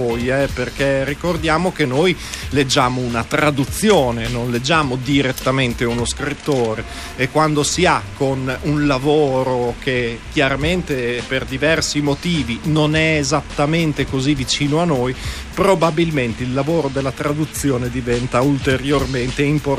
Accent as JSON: {"language": "Italian", "country": "Russia", "second_language": "Italian", "said": "tradurre anche per me che sono russa le sue poesie è veramente difficile"}